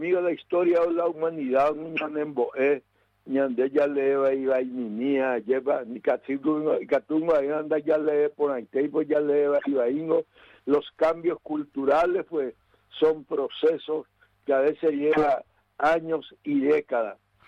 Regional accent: Paraguay; Como verdadero paraguayo que ama a su familia, que ama a su comunidad, que ama a su pueblo

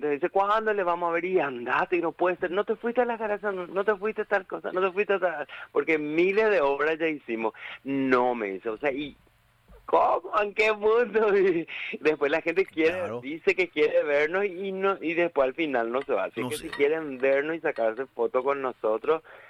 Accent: Paraguay; como paraguayos que somos, productos 100% nacional, porque todos los actores que estamos en escena somos 100% paraguayos de barrio

